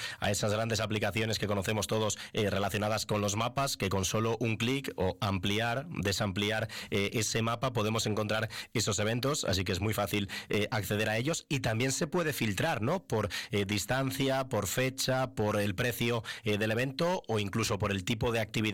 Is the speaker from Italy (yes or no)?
no; Valderas, Castile and León, Spain; Valderas, en la provincia de León, que es mi pueblo.